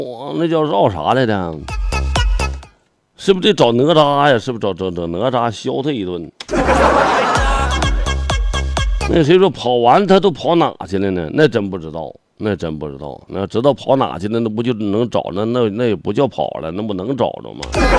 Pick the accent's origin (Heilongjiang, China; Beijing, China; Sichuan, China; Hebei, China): Heilongjiang, China; moved away; 我们黑龙江那边